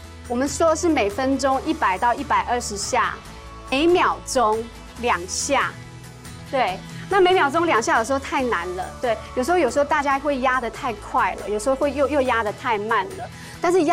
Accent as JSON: {"language": "Chinese", "region": "Central Mountain Range", "country": "Taiwan", "said": "我是来自中央山脉的布农族。"}